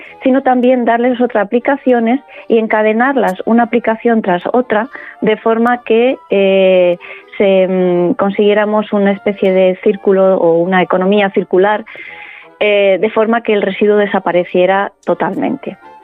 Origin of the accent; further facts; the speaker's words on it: Murcia, Region of Murcia, Spain; now in Madrid, Spain; soy murciana. Nací en Murcia, crecí toda mi infancia pasando los veranos en los Urrutias, a las orillas del Mar Menor